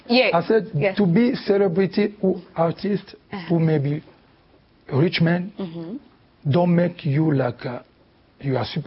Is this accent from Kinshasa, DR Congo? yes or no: yes; Kinshasa, DR Congo; I never grew up, I never speak Swahili when I grew up in Kinshasa, so just Lingala, it will be French.